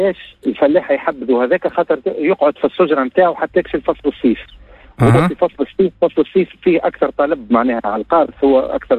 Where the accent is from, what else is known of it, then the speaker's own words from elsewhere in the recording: Tunisia; عندنا في تونس